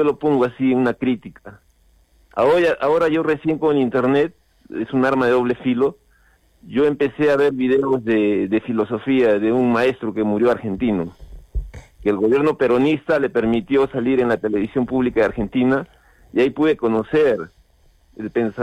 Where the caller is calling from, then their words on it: Peru; de Pachacute.